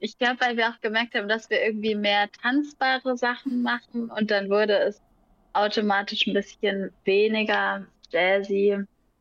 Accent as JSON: {"language": "German", "town": "Freiburg", "region": "Baden-Württemberg", "country": "Germany", "moved": "yes", "said": "nach Freiburg, wo wir ursprünglich herkommen"}